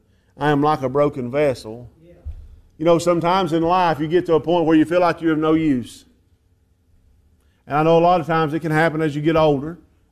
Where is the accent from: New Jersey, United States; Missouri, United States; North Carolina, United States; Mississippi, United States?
North Carolina, United States; Spruce Pine; from Spruce Pine. That's who I am.